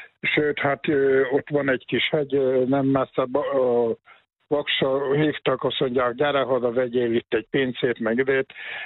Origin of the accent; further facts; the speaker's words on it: Taliándörögd, Veszprém County, Hungary; moved away as an adult; 31-2 évig éltem ott. A gyerekkorom nagyon szép, gyerekkorom volt ott. Töltöttem Talján Dörögdön.